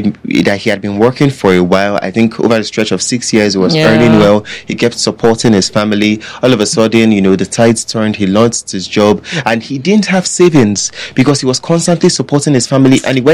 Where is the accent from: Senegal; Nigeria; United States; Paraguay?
Nigeria